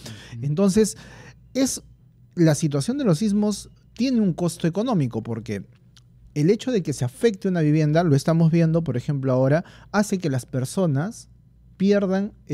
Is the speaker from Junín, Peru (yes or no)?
yes; Huancayo, Junín, Peru; moved away; Huancayo, que dicho sea paso es mi tierra